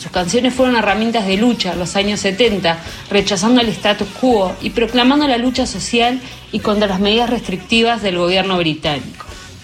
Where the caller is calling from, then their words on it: Montevideo, Uruguay; de Montevideo